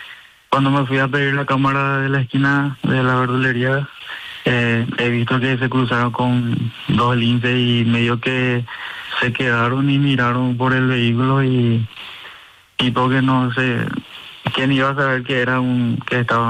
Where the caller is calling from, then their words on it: Ipané, Central, Paraguay; estoy muy lejos también del lugar de entrenamiento, de salir de Ipané y irte a Luque